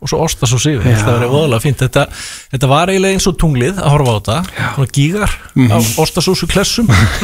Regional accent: Hvolsvöllur, Southern Region, Iceland; Ég er frá Kolsvelli, SS-pilsan er þaðan.

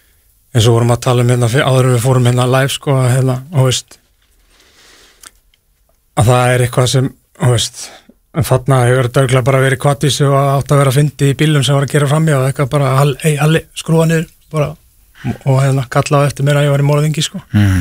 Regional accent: Akranes, Western Region, Iceland; Ég kem frá Akranesi og það gerist það Akranesi sem er lítið samfélag

